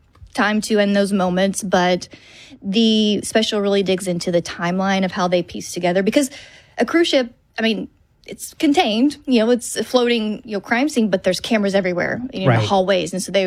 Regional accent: Arkansas, United States; Like, I grew up in Arkansas, so we're not surrounded by water.

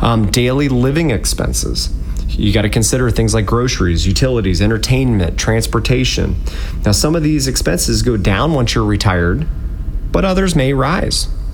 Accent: Dayton, Ohio, United States; we're actually from Dayton.

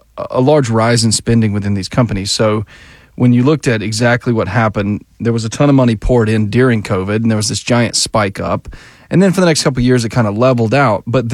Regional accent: Georgia, United States; I am from South Georgia.

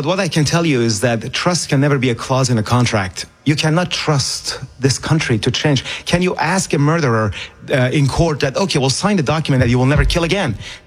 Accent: Iran; born or raised there

